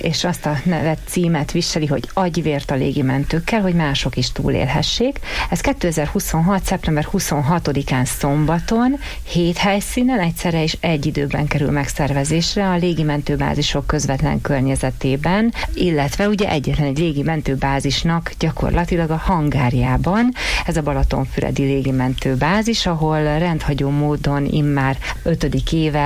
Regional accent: Miskolc, Borsod-Abaúj-Zemplén, Hungary; és én is miskolciként Szeretném, ha ez éven a miskolci véradási helyszínen jelenne meg a legtöbb véradó.

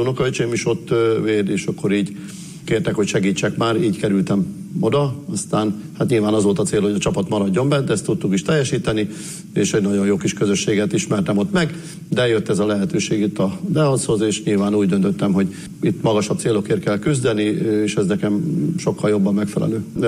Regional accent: Borsod-Abaúj-Zemplén, Hungary; also born or lived in Hajdú-Bihar; now in Debrecen, Hungary; Félig borsodi vagyok, félig hajdúbihari, sőt már több is, mert ugye Borsodban 30 évet éltünk, hajdúbiharban már 33. év, úgyhogy azóta itt élünk Debrecenben.

